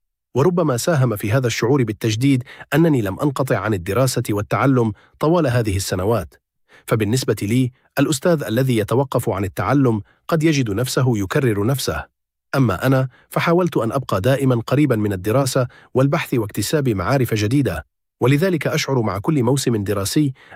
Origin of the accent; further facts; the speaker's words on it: Hadd Sahari, Djelfa Province, Algeria; born there; moved away as an adult; now in Ghardaia, Algeria; أعمل في ولاية غردايا، وهي منطقة تقع في شمال الصحراء الجزائرية، وتبعد عن مسقط رأسي في دائرة حد الصحاري بولاية الجلفة حوالي 400 كيلومتر.